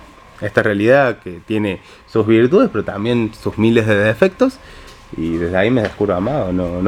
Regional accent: Córdoba, Argentina; Yo soy de esa zona de Córdoba. Soy claro, de claro. Barrio Talleres. Mi comunidad de origen está ahí.

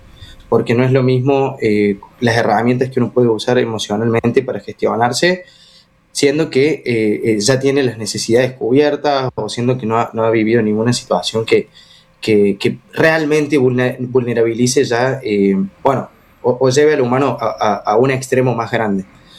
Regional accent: Córdoba, Argentina; Familia, clase media, soy de acá de Córdoba

